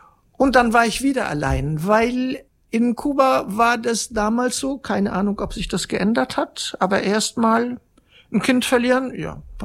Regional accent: Germany; Eindeutig Europäerin, viele haben auch getickt, ich bin eine Deutsche, was will die eigentlich hier?

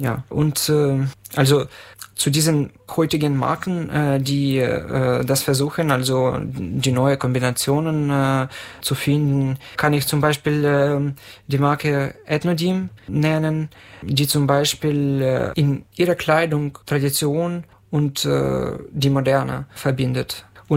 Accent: Chernihiv, Chernihiv Oblast, Ukraine; diese traditionelle Wischiwanka habe ich aus meiner Heimatstadt Tschernihiw mitgenommen, als diese Stadt im März 2022 belagert war.

